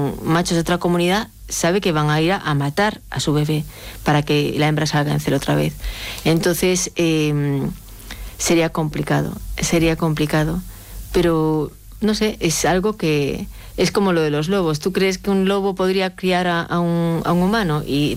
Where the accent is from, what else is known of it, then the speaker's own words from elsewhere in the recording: Galicia, Spain; moved away; yo soy gallega, ¿no? Los gallegos estamos en Galicia. Bueno, yo no estoy en Galicia ahora, pero tenemos un, no tengo mucho acento, pero yo antes tenía acento.